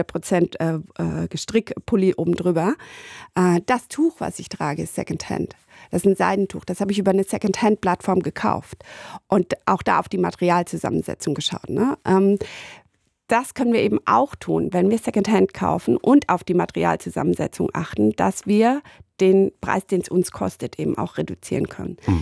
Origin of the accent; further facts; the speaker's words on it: Rhineland-Palatinate, Germany; ich komme aus Westdeutschland, aus der Südpfalz